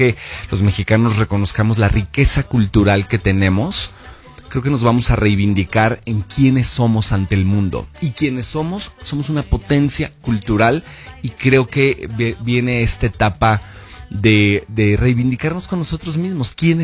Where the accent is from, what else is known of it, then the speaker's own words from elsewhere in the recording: Mexico; No, es que sí, es que esos somos los mexicanos, sí.